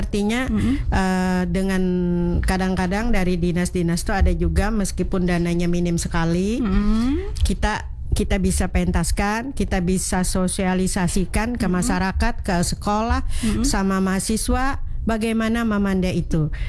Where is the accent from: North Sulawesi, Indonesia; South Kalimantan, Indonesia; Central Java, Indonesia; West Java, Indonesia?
South Kalimantan, Indonesia; Hulu Sungai; Khusus, kita dari Hulu Sungai.